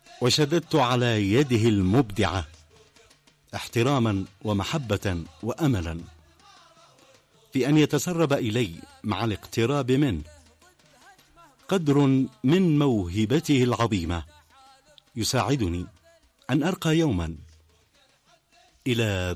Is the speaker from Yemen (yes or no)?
yes; Yemen; في بدايات هذا العدوان على بلادنا اليمن في العام 2015